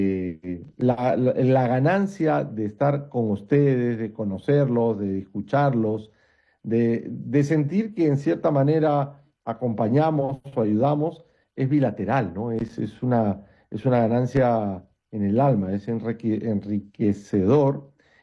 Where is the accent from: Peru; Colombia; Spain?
Peru; Callao; Yo también soy del Callao